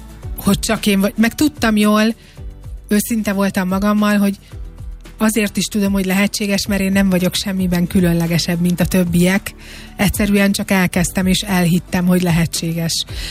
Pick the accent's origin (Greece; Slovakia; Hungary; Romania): Hungary; now in Budapest, Hungary; Én vidéken nőttem fel, az még a sokkal inkább szegregáltabb lét volt, mint a fővárosban, vagy a nagyvárosokban.